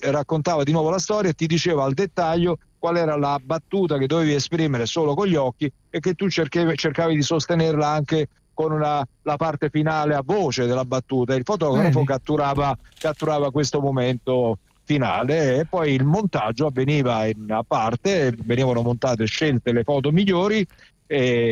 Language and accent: Italian; Castellammare di Stabia, Campania, Italy; born there; io sono nato a Château-sur-la-Mer, a Castellammare di Stabia.